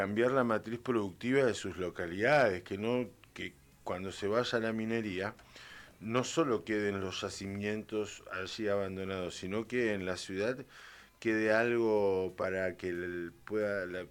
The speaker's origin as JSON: {"language": "Spanish", "region": "Santa Cruz", "country": "Argentina"}